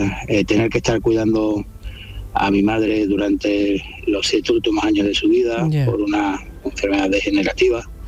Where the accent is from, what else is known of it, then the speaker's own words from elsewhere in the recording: Málaga, Andalusia, Spain; soy de Málaga.